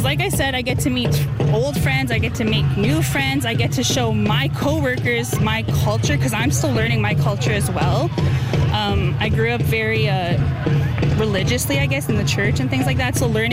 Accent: Ebb and Flow First Nation, Manitoba, Canada; because I'm First Nations as well, I come from Ebb and Flow First Nation

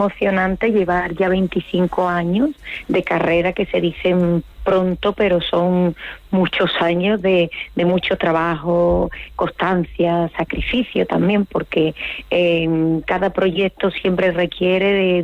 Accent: Spain; lo mucho que me queréis, tanto fuera de España como en mi tierra, ¿no?

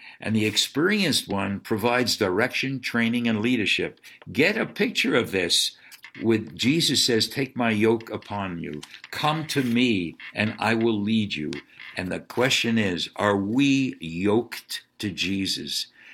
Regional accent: Brooklyn, New York, United States; growing up in Brooklyn, New York, you didn't see too many horse-drawn, what can I say, carriages or markets.

